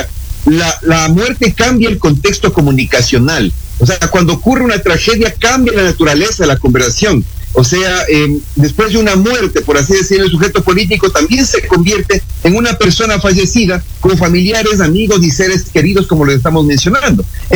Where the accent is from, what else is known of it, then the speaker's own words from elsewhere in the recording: Ecuador; como ecuatorianos en beneficio de nuestro país